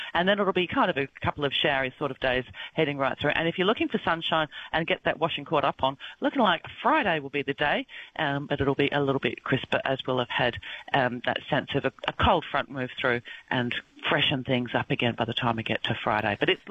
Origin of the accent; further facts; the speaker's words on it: Australia; And it's like, hang on a minute, I'm from Australia. We do mid-30s quite routinely.